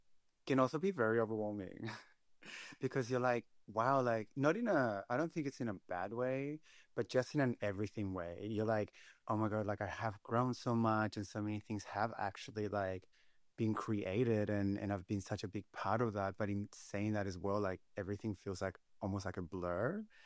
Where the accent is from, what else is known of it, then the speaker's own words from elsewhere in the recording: Los Andes, Valparaíso, Chile; now in Sydney, Australia; But so I was born in Chile. I was born in Los Andes, which is this Los Andes, if people aren't aware of, it's like a beautiful rail of mountains that run along Chile. And I was born there in a little town.